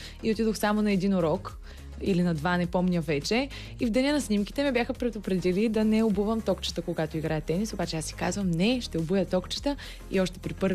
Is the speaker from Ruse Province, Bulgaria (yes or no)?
yes; Ruse, Ruse Province, Bulgaria; born there; При положение, че съм родена в Русе, по-близо до Румъния